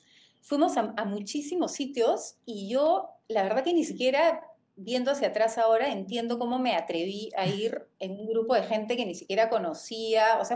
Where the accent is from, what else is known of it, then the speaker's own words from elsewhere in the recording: Peru; Mira, soy peruana, soy casada, tengo cuatro hijos